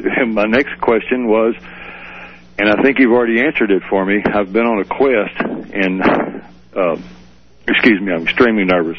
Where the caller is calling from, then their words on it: Wichita Falls, Texas, United States; in Wichita Falls.